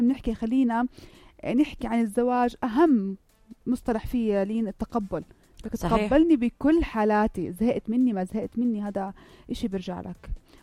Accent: Jordan; لأنه هذا الإشي مش معترف فيه عندنا في الأردن

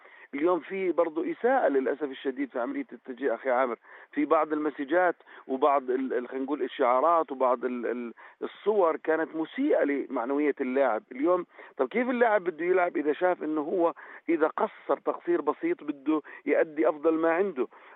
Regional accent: Jordan; لكن أنا كمجتمع أردني أنا نشمي زي النشامة،

